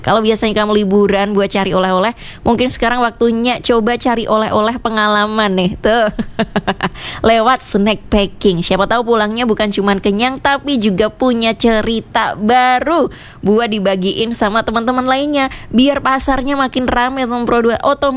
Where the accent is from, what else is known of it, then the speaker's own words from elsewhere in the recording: Surakarta, Central Java, Indonesia; karena aku dari Solo nih, Pro 2, aku biasanya ke pasar gede nih.